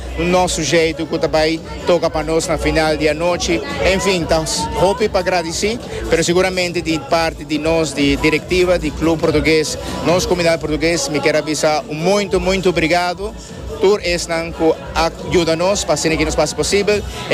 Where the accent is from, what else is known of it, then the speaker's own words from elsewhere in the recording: Aruba; Nós, como luso arubano e um descendente português, nasci aqui na Aruba, está crescendo e nós sempre mantém vivo o qual de cultura portuguesa.